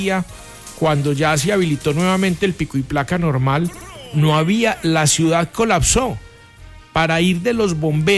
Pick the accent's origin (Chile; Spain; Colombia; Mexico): Colombia; Pereira, Risaralda; porque nosotros que somos de acá de Pereira, ir al centro a uno le duele.